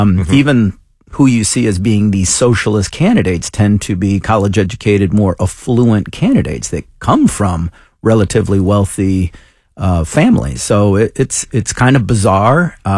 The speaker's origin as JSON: {"language": "English", "town": "Lansing", "region": "Michigan", "country": "United States", "tie": "born or raised there", "said": "the Lansing area, my hometown"}